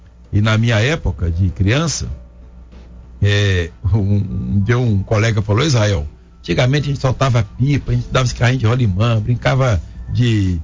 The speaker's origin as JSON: {"language": "Portuguese", "town": "Timóteo", "region": "Minas Gerais", "country": "Brazil", "tie": "born there", "said": "Nasci em Timóteo, em 1963"}